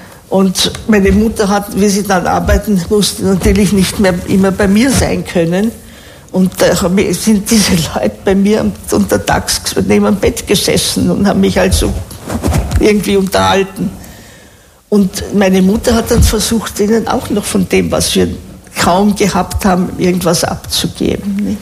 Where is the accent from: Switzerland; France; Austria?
Austria; Vienna; Ich bin Wienerin.